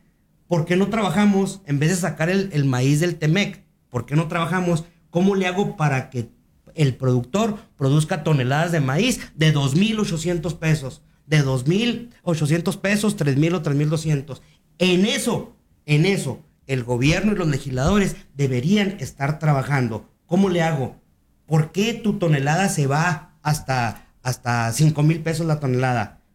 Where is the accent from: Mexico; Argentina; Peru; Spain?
Mexico; Y digo amigos porque somos mexicanos todos.